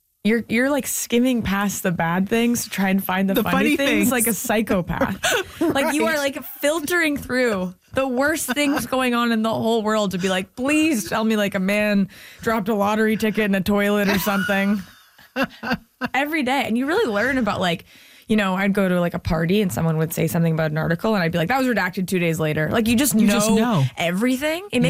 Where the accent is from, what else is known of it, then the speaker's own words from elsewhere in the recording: Canada; I'm really lucky because I'm Canadian.